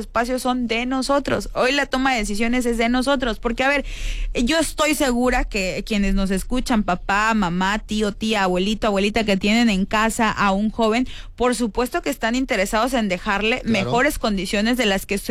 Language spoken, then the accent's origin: Spanish; Mexico